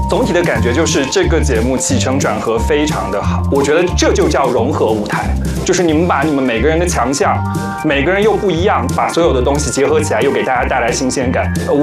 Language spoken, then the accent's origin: Chinese; Yunnan, China; 因为我是一个云南人，